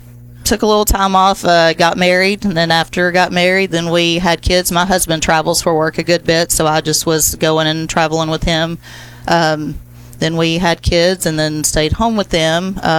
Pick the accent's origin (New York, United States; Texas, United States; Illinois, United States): Texas, United States; Carthage; moved away as an adult; also born or lived in Augusta, Georgia; Well, I went to school in Carthage, graduated from Carthage High School